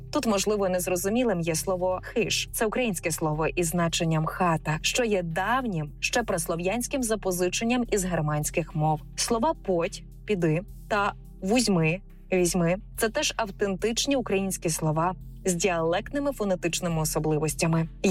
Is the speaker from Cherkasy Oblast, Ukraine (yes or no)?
yes; Kniazha, Cherkasy Oblast, Ukraine; Для обговорення маю унікальний приклад слова з мого рідного села Княжа на Черкащині.